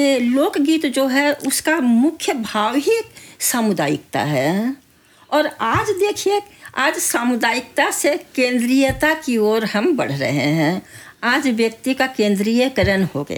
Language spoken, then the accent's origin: Hindi; Jharkhand, India; मैं झारखंड से हूँ